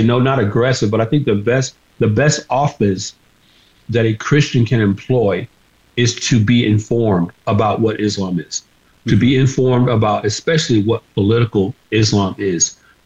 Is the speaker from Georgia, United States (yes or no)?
yes; Georgia, United States; You have in Georgia, my home state